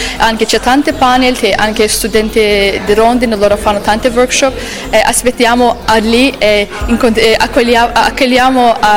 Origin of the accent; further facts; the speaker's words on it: Azerbaijan; Italian is a second language; now in Italy; vengo dall'Azerbaijan e sono studentessa di Roadhouse Program di Round the Città della Pace e sto finendo questo programma. Quindi già 2 anni passati io ho passato qua in Italia